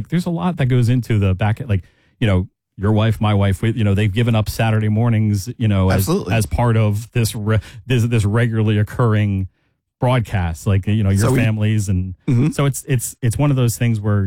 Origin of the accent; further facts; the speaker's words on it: Easton, Pennsylvania, United States; also born or lived in State College; I grew up in Easton and, you know, lived in State College. I've only ever lived in Pennsylvania, but I've lived in State College for 3 years in college.